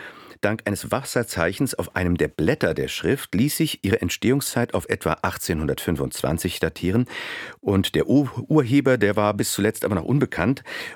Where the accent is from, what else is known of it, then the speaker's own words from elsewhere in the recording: Greifswald, Mecklenburg-Vorpommern, Germany; Ich komme aus Greifswald, aber ich spreche nicht Pommersch.